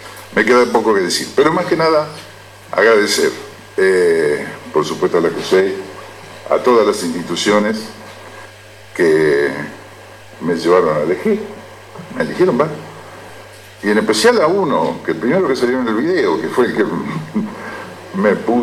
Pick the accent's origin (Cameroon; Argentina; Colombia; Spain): Argentina; Capilla del Señor, Buenos Aires Province; born there; now in Campana, Argentina; Mi pueblo es chico, yo tengo muchos familiares acá